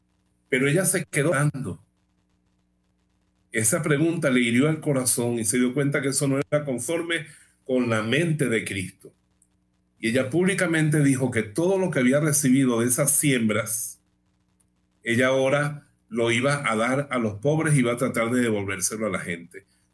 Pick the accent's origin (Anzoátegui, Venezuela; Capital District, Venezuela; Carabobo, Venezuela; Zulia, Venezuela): Carabobo, Venezuela; Bejuma; born or raised there